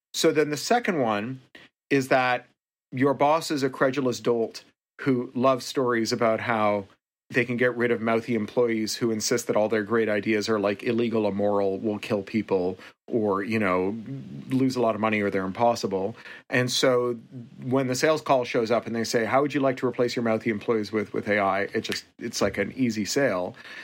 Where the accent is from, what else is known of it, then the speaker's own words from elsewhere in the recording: Canada; I'm also Canadian, like all the best Americans.